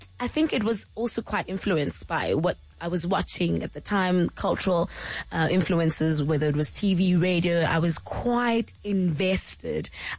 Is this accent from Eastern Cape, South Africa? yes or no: yes; Eastern Cape, South Africa; moved away; also born or lived in Pretoria / Johannesburg; I'm from the Eastern Cape.